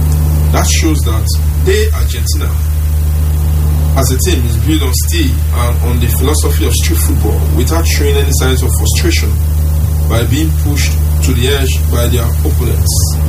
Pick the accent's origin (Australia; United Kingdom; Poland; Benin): Benin; from Benin.